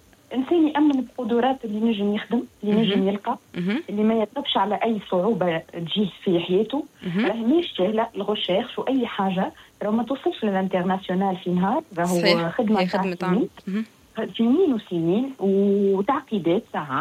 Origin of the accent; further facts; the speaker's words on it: Tunisia; اللي عندنا في تونس